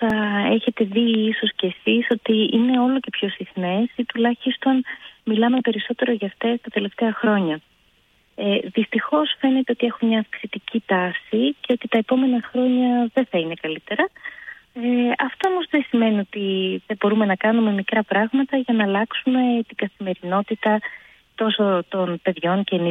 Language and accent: Greek; Greece